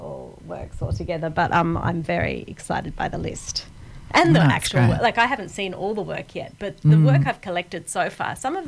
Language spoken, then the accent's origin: English; Bega, New South Wales, Australia; moved away as an adult; I lived here till I was 18, and then mm-hmm. I moved away to go to art school